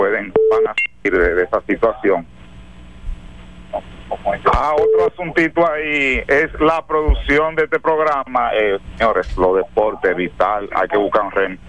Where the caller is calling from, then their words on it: Santiago de los Caballeros, Santiago, Dominican Republic; de Santiago.